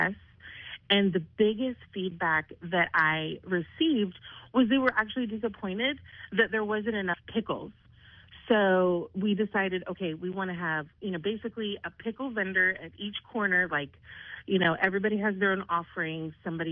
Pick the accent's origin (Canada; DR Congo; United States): United States; West Coast; You know, I come from the West Coast, and everything is on Instagram, Facebook.